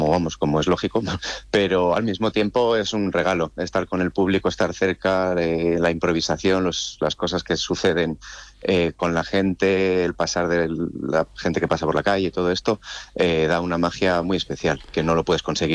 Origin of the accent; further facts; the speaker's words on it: Valladolid, Castile and León, Spain; born there; somos de Valladolid, de toda la vida.